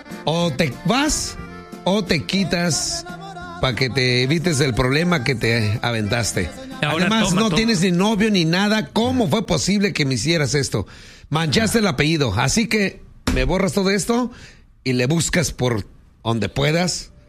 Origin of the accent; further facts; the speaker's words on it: Michoacán, Mexico; De puro las guacamayas, Michoacán.